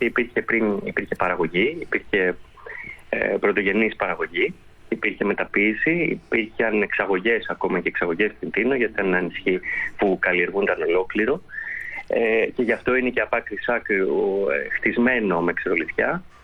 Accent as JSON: {"language": "Greek", "town": "Athens", "region": "Attica", "country": "Greece", "said": "γιατί εγώ είμαι Αθηναίος"}